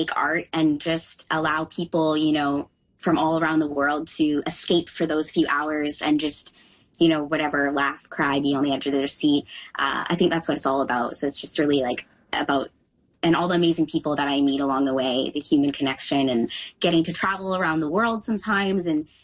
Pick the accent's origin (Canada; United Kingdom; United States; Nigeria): Canada; And I feel really proud as a Canadian too.